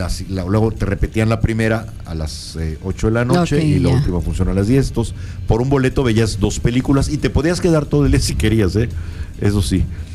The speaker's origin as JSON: {"language": "Spanish", "country": "Mexico", "tie": "born there", "moved": "yes", "said": "sí me tocó verlos de niño en unos cines en México, porque allá estudié yo la primaria"}